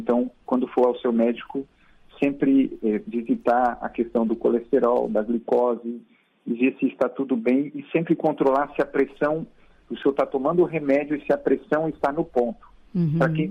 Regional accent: Brasileia, Acre, Brazil; eu sempre ouvi Rádio Nacional da Amazônia em Brasileia, no Acre, que é de onde eu sou. Então, a minha infância, eu fui ouvindo Edelson Moura, Márcia Ferreira

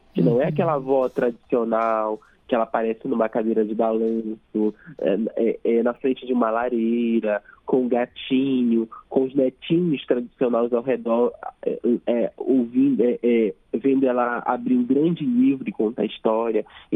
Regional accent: Cachoeira do Arari, Pará, Brazil; A minha infância foi em Cachoeira do Arari, na Ilha do Marajó, cercada por esse verde, cercada pelos bichinhos da floresta, pelos peixes, pelos animais.

